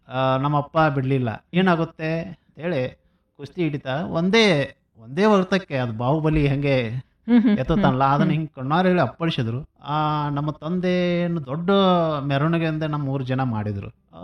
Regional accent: Giriyal, Karnataka, India; 1981 October 28 ನನ್ನ ಜನನ ಆಯಿತು ಗಿರಿಯಾಲ್ ಗ್ರಾಮದಲ್ಲಿ, ಬೇಲಂಗಲ್ ತಾಲೂಕಿನ ಗಿರಿಯಾಲ್ ಗ್ರಾಮ. … ಮೂಲತಃ ನಮ್ಮದು ಆ ಗ್ರಾಮದಲ್ಲೇ ಒಂದಿಷ್ಟು ಅವಿವ್ಯಕ್ತ ದೊಡ್ಡ ಕುಟುಂಬ.

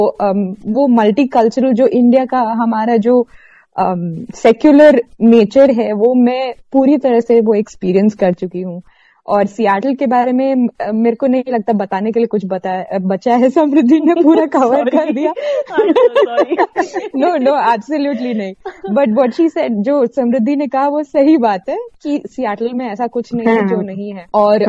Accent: Coimbatore, Tamil Nadu, India; born there; first language Malayalam; Hindi is a second language; also born or lived in Bangalore; मैं मलयाली हूँ, घर में हम लोग मलयालम में बात करते हैं फैमिली में. मगर मैं पैदा कोयम्बतूर में हुई थी जो तमिलनाडु में है, और मेरी फैमिली सेटल्ड है बैंगलोर में जो कर्नाटका में है.

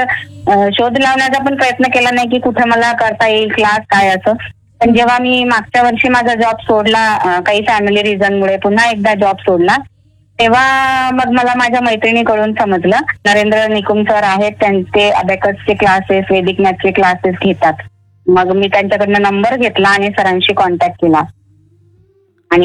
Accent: Muktainagar, Maharashtra, India; also born or lived in Varangaon; मी मूळची तशी जळगाव जिल्ह्यातील भुसावळ तालुक्यातील वरणगाव आहे तिथले आहे. माझं सासर तिथलं आहे आणि माहेर माझं भुसावळ तालुक्यातील मुक्ताईनगर इथलं माहेर आहे माझं.

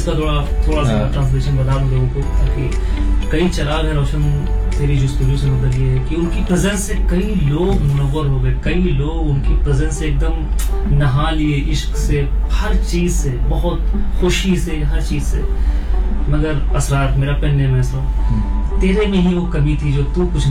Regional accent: Lucknow, Uttar Pradesh, India

